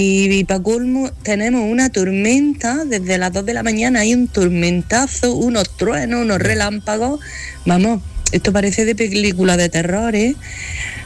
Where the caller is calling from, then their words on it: Granada, Andalusia, Spain; de Granada.